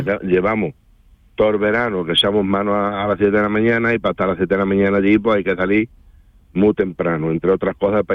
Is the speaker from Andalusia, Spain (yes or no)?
yes; Alcalá del Río, Andalusia, Spain; born there; now in Villaverde del Río, Spain; Sí, yo soy del Villar.